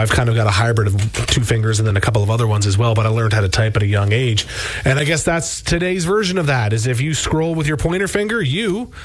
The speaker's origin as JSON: {"language": "English", "country": "Canada", "said": "because I'm Canadian"}